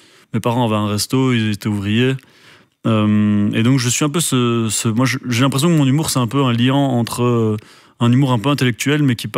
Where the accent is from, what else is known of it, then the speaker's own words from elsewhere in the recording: Belgium; je pense qu'on peut, en tant que Belge être fier de tout le talent qui malheureusement n'est pas toujours très connu